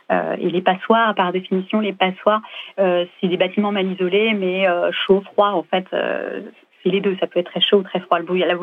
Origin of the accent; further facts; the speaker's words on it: France; Donc moi, en tant que Française, en tout cas, j'ai besoin de comprendre ce que signifie fac.